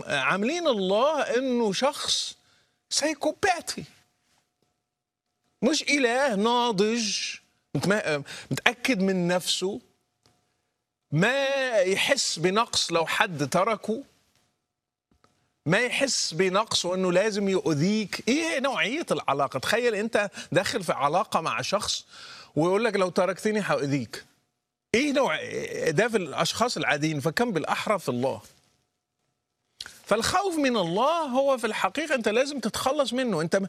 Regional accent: Morocco; أنا بتذكر أول رمضان لم أصمه، لأنه كان عندنا في المغرب فكرة من ضمن التخويف

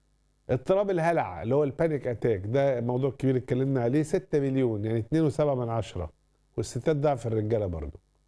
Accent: Egypt; احصائيات ما عندناش في مصر

